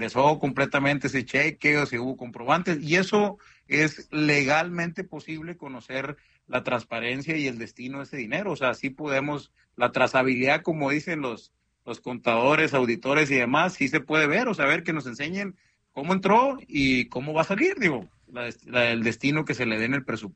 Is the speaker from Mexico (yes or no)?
yes; Mexico; nosotros como mexicanos